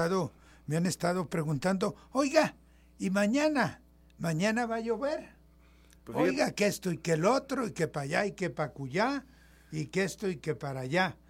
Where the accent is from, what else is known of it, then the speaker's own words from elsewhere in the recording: Mexico; no nos cansemos de decir que somos mexicanos.